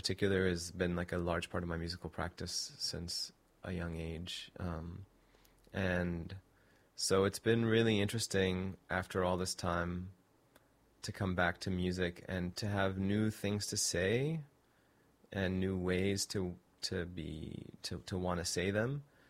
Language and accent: English; Saudi Arabia; I grew up with them in Saudi Arabia and came up, learned music, playing with them and hanging out.